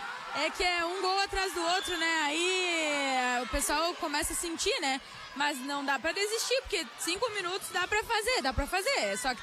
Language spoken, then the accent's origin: Portuguese; Brazil; A gente é brasileiro, não desiste, né?